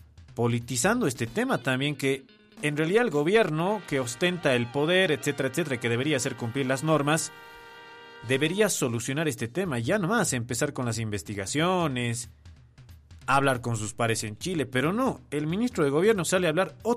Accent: Bolivia; como muchos de nosotros que nos hemos sentido avergonzados como bolivianos

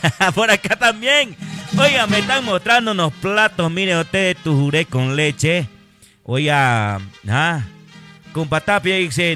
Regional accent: Bolivia

